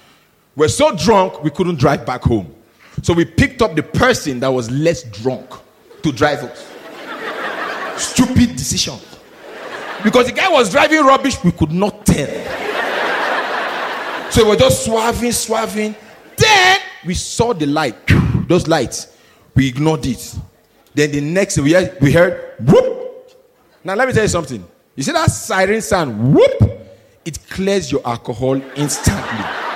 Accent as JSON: {"language": "English", "country": "Nigeria", "said": "I thought about, I'm Nigerian."}